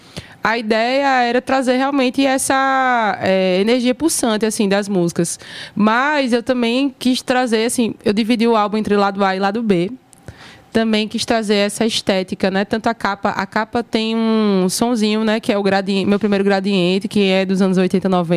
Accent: Paraíba, Brazil; Tipo, que é também a mulher LGBT, paraibana, sabe? Da minha terra, da vanguarda.

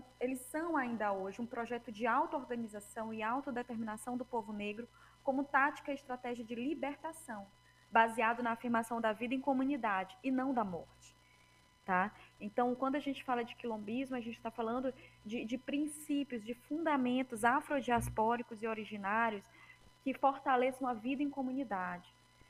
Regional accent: Maranhão, Brazil; now in Recife, Brazil

